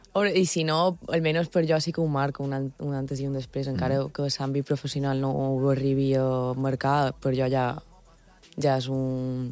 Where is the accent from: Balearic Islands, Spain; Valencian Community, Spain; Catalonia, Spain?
Balearic Islands, Spain; Palma; Sí, jo soc de Palma.